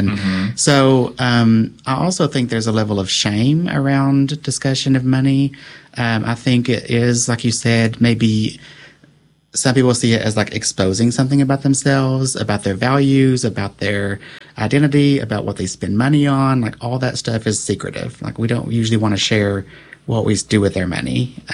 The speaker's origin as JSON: {"language": "English", "region": "Kentucky", "country": "United States", "tie": "born or raised there", "said": "And I was raised in Eastern Kentucky in a Pentecostal environment."}